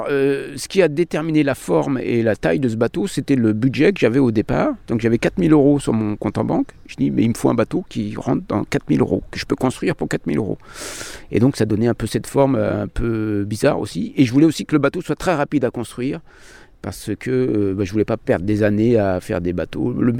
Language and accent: French; Brittany, France; Je suis breton d'origine, mais il n'y a pas de marin dans ma famille, ni dans mes ancêtres.